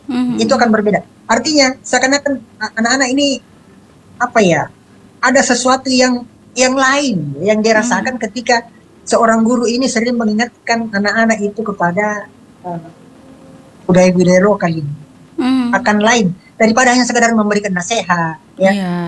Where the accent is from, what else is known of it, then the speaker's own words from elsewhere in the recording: South Sulawesi, Indonesia; dalam budaya kita orang Makassar itu seperti ini